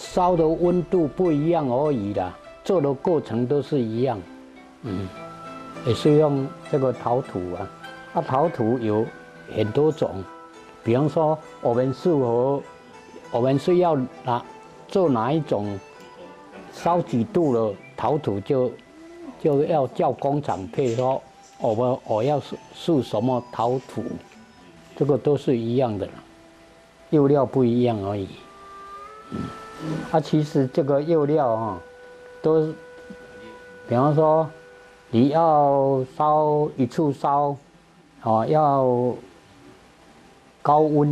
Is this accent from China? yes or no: no; Taiwan; accent: Taiwanese Mandarin; 我说台湾国语啦。台湾国语啦。国语不标准啦。